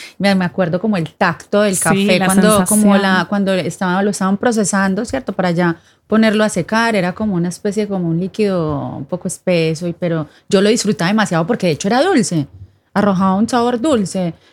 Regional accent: Colombia; Y como colombiana, haber compartido haber tenido la suerte y el honor de haber tenido mis abuelos cafeteros y el café ser tan tradicional en Colombia.

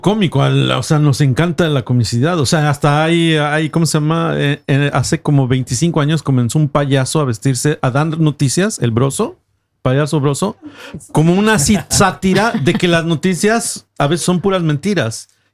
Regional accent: Mexico; Pues es que como mexicano nos encanta el cotorreo y nos encantan las bromas y siempre nos llevamos como todos los latinos.

